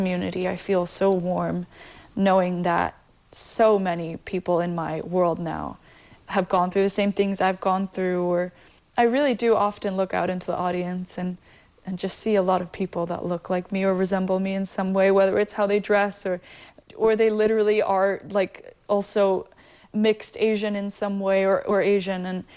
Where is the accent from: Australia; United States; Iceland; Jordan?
Iceland; I grew up in Iceland, so I never saw people who looked like me, aside from my identical twin sister.